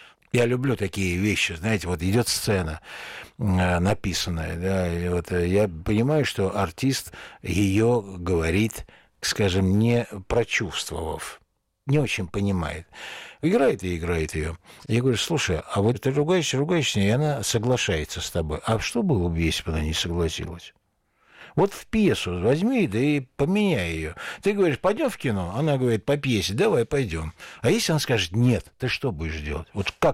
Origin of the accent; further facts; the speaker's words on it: Baku, Azerbaijan; accent: Baku accent; moved away as an adult; now in Moscow, Russia; я ведь из Баку приехал.